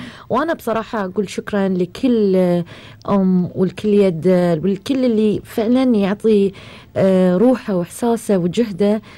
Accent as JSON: {"language": "Arabic", "country": "Yemen", "said": "انا والله من اليمن"}